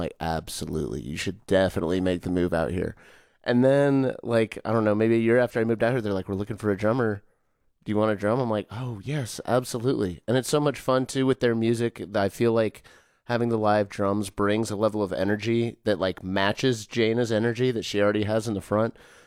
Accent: South Carolina, United States; also born or lived in Charleston; So we're all from South Carolina, and I knew them back when they were playing as a duo all around the state

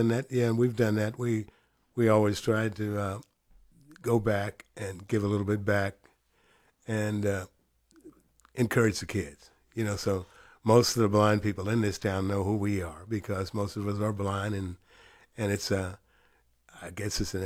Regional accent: Lubbock, Texas, United States; born or raised there; now in Austin, United States

